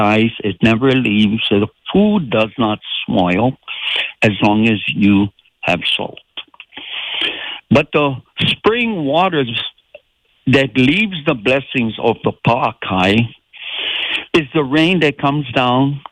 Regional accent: Hawaii, United States; we are from Hawaii

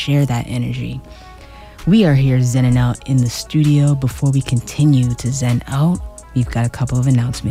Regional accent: Massachusetts, United States; now in Kauai, United States; Massachusetts. That is my home state.

